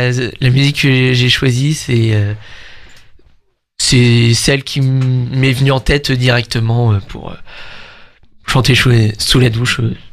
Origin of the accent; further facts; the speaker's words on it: France; en tant que français